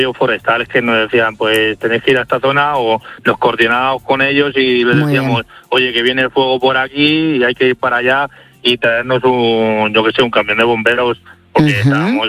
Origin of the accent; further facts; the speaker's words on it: Mijares, Castile and León, Spain; yo soy natural de Mijares y conozco muy bien la zona.